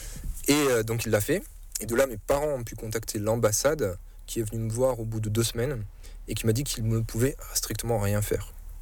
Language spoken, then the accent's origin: French; France; Pour rentrer chez moi en France.